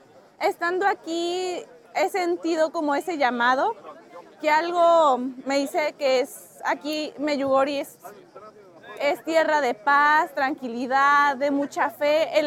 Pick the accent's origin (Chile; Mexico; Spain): Mexico; Jalisco; soy de Jalisco, México.